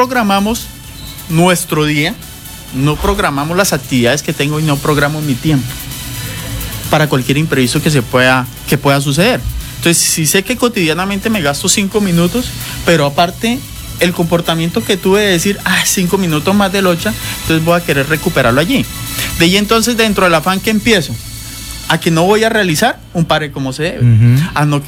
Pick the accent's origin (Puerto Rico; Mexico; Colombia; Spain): Colombia; es una cultura que nosotros tenemos como buenos colombianos.